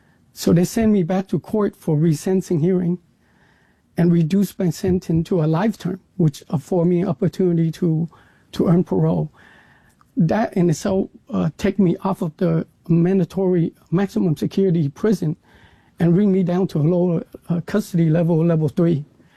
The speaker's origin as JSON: {"language": "English", "country": "Vietnam", "tie": "born or raised there", "said": "where I was born in Vietnam when my father had already left the country. I grew up in a country where social perception really mattered"}